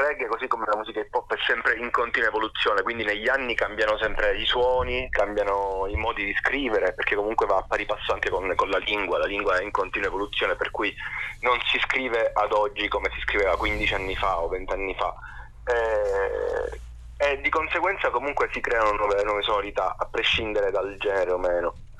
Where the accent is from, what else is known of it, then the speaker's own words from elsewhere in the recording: Sicily, Italy; Dalle nostre parti c'erano gli elimi, veramente nella Sicilia occidentale